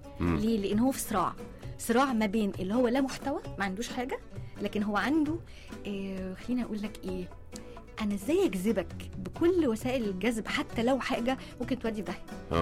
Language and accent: Arabic; Egypt; احنا كمجتمع مصري